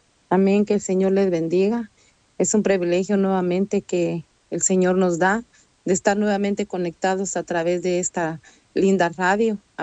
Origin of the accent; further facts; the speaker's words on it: Fraijanes, Guatemala Department, Guatemala; born there; moved away; also born or lived in Aldea Puerta del Señor; Soy de Guatemala, de un pueblo que se llama Fraijanes. Es carretera El Salvador, a 15 minutos de San José Pinula.